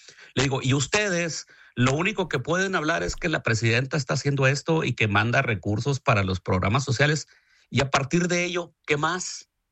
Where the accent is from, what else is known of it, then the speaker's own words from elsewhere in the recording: Mexico; cada uno de nosotros como mexicanos aportamos a través de nuestros impuestos.